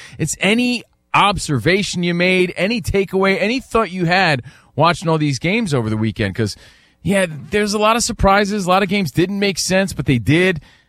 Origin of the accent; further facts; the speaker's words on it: New Jersey, United States; Panettone and Gabagool. Because I'm from Jersey.